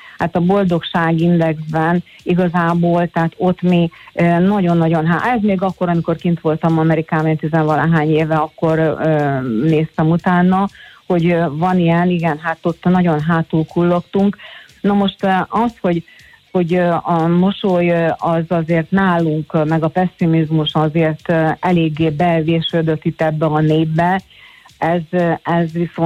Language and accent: Hungarian; Hungary; hogy magyarok vagyunk, hiszen hát ide születtünk, itt a hazánk, a házunk, a kertünk, és nem magyarkodunk, hanem magyarok vagyunk.